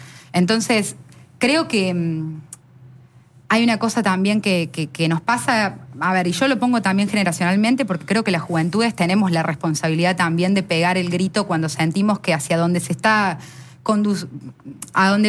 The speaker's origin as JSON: {"language": "Spanish", "country": "Argentina"}